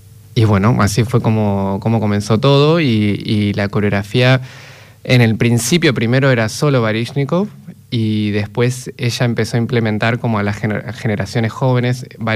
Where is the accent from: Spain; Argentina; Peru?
Argentina; Mar del Plata, Buenos Aires Province; yo soy de Mar del Plata.